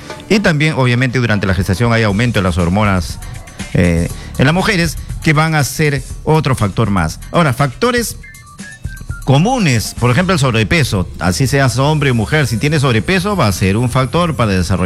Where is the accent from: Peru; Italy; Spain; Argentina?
Peru; Canta, Lima; now in Lima, Peru; yo soy de Canta, la sierra